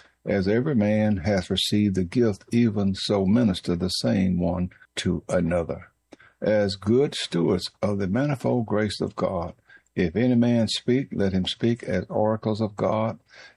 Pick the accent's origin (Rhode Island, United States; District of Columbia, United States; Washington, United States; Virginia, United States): Virginia, United States; Cascade; Cascade, Virginia, my hometown.